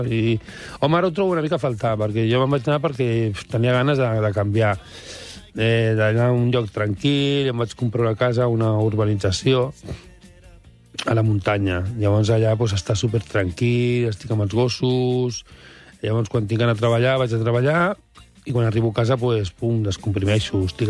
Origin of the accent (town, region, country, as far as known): Barcelona, Catalonia, Spain; born or raised there